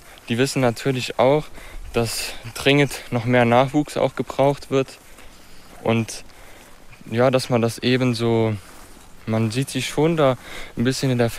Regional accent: Schmelz, Saarland, Germany; ich komme aus dem Saarland

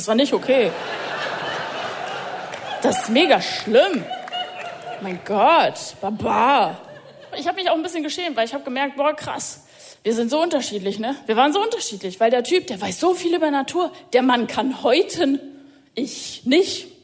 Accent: Munich, Bavaria, Germany; Ich habe ja schon erwähnt, ich komme aus München und ich mag die Stadt. Ich liebe die wirklich, bin da geboren, aufgewachsen.

